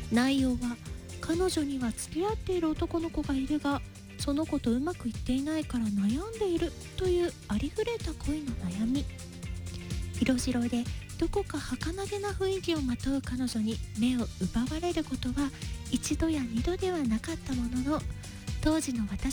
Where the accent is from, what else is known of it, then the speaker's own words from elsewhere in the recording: Tokushima, Japan; moved away as an adult; also born or lived in Kobe; 私は徳島県徳島市出身なんですけど